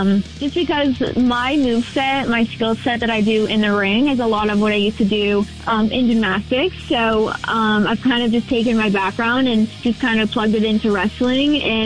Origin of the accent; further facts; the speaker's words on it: Minneapolis, Minnesota, United States; It's my hometown.